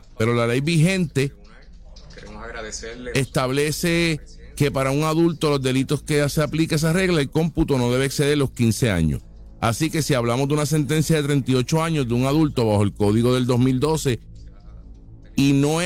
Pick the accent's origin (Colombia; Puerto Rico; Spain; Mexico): Puerto Rico; Aibonito; esta situación que ocurrió en mi pueblo de Ay Bonito, en mi hermoso pueblo de Ay Bonito.